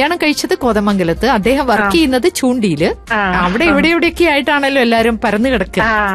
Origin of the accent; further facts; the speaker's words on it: Kozhikode, Kerala, India; ഏറ്റവും നല്ല നാട് കോഴിക്കോടാന്ന്. നമ്മളെ നാടിനോട് നമുക്ക് പ്രത്യേക ഒരു ഇഷ്ടം ഉണ്ടാവുമല്ലോ.